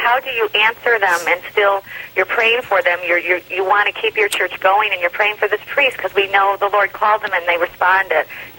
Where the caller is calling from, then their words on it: Chicago, Illinois, United States; I'm calling from the Chicago area.